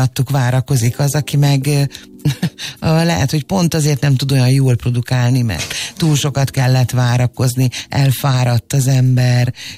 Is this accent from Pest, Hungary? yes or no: yes; Cegléd, Pest, Hungary; Ceglédi vagyok.